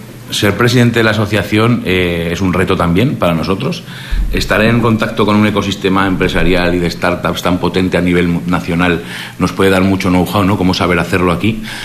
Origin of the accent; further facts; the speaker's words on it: Aragon, Spain; porque realmente somos los tres de Aragón, somos bastante jóvenes, que quieren apostar por sus negocios desde Aragón